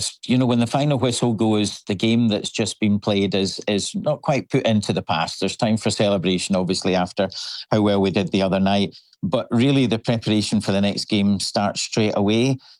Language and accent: English; Scotland, United Kingdom; now in Vancouver, Canada; everybody knows I'm from Scotland